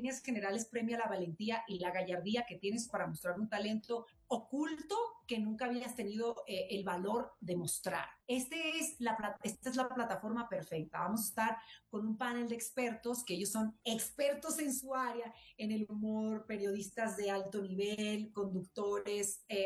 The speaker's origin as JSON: {"language": "Spanish", "country": "Venezuela", "moved": "yes", "lives_now": "Mexico", "said": "tener la nacionalidad de mis amores, que es Venezuela, y la nacionalidad que hoy por hoy me ha dado tanto, que es México"}